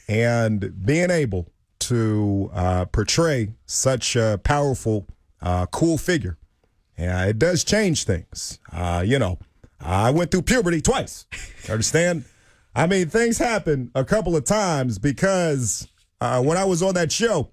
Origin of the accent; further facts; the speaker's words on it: Chicago, Illinois, United States; I'm from Chi-Town, baby.